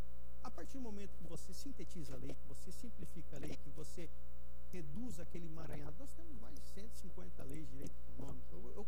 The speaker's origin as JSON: {"language": "Portuguese", "region": "Mato Grosso", "country": "Brazil", "said": "Eu venho lá do Mato Grosso"}